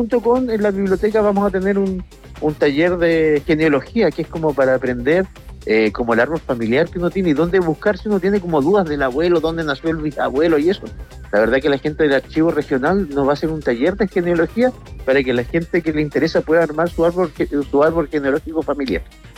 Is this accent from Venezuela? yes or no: no; Magallanes and Chilean Antarctica, Chile; now in Vicuña, Chile; Yo siendo de origen magallánico